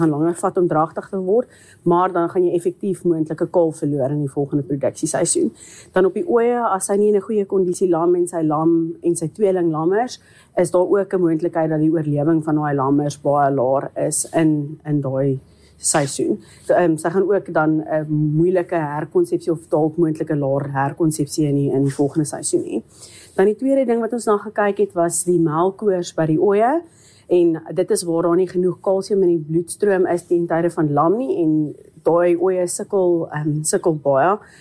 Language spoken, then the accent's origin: Afrikaans; Pretoria, Gauteng, South Africa; born or raised there